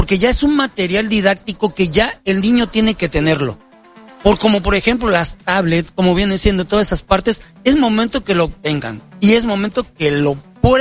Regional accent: Veracruz, Mexico; Ya como buen mexicano, como buen jarocho

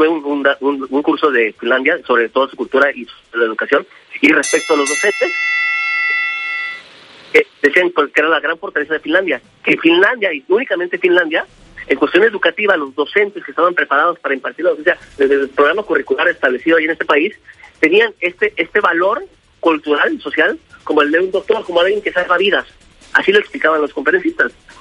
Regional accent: Mexico; nuestra responsabilidad civil como mexicanos es entender que nuestro contexto es muy complicado y complejo.

